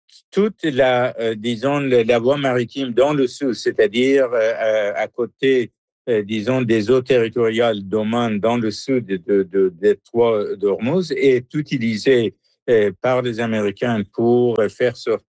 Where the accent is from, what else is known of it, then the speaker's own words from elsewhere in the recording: Iran; moved away as an adult; now in Canada; Quand, avec ma femme, nous avons quitté l'Iran pour le Canada de venir étudier ici en 78, on payait 6,7 tout le monde, la devise iranienne, pour un dollar américain.